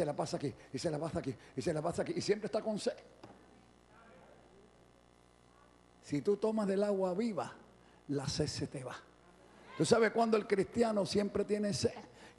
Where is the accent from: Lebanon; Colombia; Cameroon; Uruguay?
Lebanon; moved away; yo hace 40 años que tomé de esa agua. Cuando vine del Líbano para acá buscando un montón de cosas.